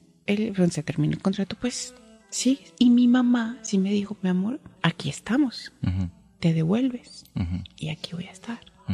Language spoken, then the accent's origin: Spanish; Valencia, Carabobo, Venezuela; Además, yo soy de Valencia.